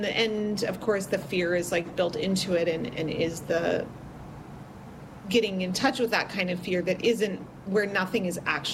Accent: California, United States; moved away; also born or lived in New York; I grew up in rural California, like a mountain in the foothills of the Sierras in California.

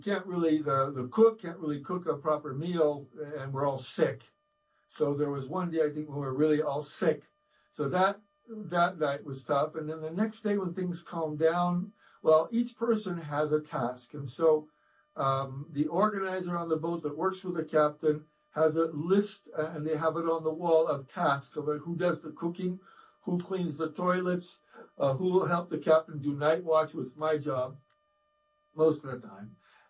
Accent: West Coast, United States; Yeah, well, I was raised on the West Coast, and I worked on fishing boats on the high seas.

